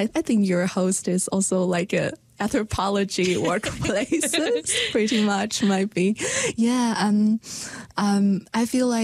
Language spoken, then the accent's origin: English; Sichuan, China; born there; English is a second language; moved away; I was born in the Sichuan province, which in the southwest of China, and my parents are working the mechanical factory, and then they raised me, and so then I studied in different provinces in China, and then I grew up.